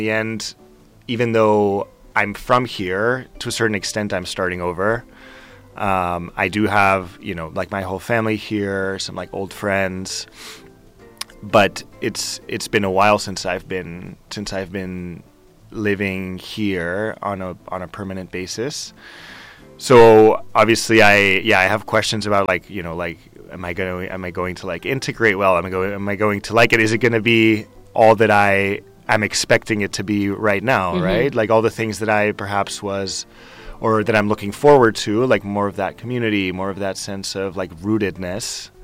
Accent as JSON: {"language": "English", "town": "Sant Just Desvern", "region": "Catalonia", "country": "Spain", "tie": "born or raised there", "also_born_or_lived": "New York", "first_language": "Spanish", "second_language": "English", "moved": "as an adult", "said": "especially like growing up in Sant Just, Barcelona was like, it's like the city, right?"}